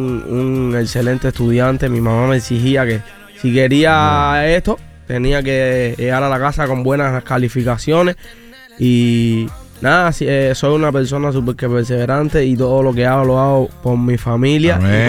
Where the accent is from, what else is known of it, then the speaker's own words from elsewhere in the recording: Havana, Cuba; moved away; Bueno, yo soy natural de La Habana, la capital de Cuba.